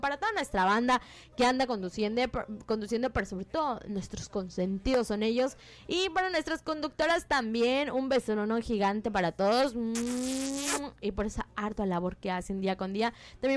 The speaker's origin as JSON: {"language": "Spanish", "country": "Mexico", "said": "todos celebramos todos los días que somos mexicanos"}